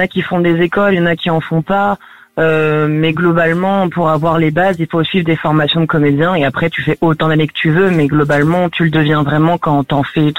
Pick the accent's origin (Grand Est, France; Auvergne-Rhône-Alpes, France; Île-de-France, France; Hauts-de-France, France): Île-de-France, France; Paris; Non, je viens de Paris.